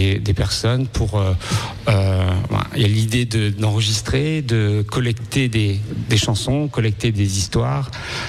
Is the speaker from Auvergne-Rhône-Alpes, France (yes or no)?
no; Plougastel-Daoulas, Brittany, France; j'ai grandi à Plougastel-Daoulas avec des grands-parents qui viennent de Briec. Donc déjà, je suis pas vraiment de Plougastel.